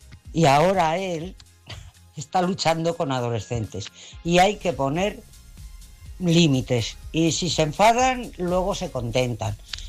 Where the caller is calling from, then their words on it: Navalagamella, Community of Madrid, Spain; Pues mira … de Navalagamella.